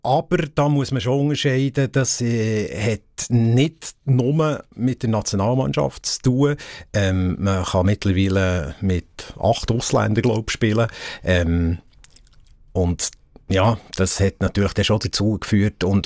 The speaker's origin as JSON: {"language": "German", "country": "Switzerland"}